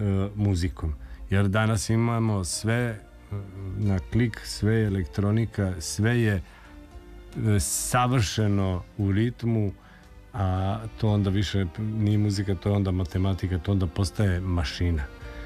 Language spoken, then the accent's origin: Serbian; Vojvodina, Serbia; ja bih rekao kod nas gore u Vojvodini, ja bih rekao njojzi.